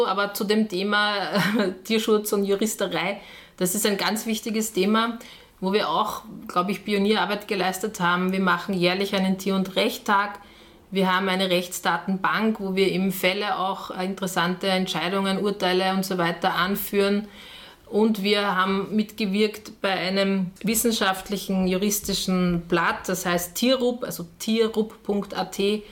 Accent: Vienna, Austria; bin aufgewachsen in Wien, aber mit Garten und sehr nahe am Wald.

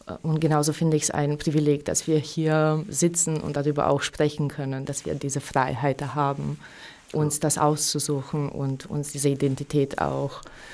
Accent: Romania; moved away; für mich zum Beispiel als gebürtige Rumänin und noch orthodoxe Rumänin

